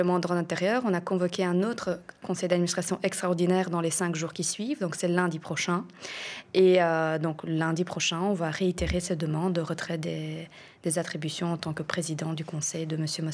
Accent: Moldova; la corruption s'est très bien implémentée en Moldavie. Et mes parents ont décidé de quitter mon pays d'origine à cause de ça.

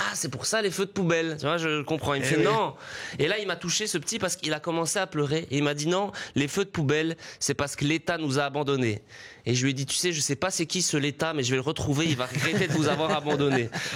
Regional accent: Belgium; moi, en tant que Belge

